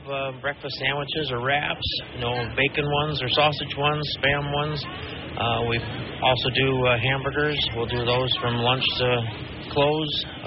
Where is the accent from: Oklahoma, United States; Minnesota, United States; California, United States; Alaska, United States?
Minnesota, United States; Austin; I mean, I grew up in Austin. I've been out here since I was a little kid doing things with the fair.